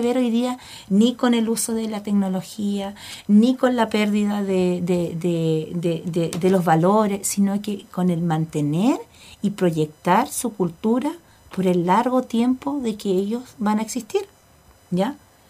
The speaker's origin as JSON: {"language": "Spanish", "region": "Los Lagos", "country": "Chile", "said": "nuestra propia identidad cultural como chilenos y también como chilotes."}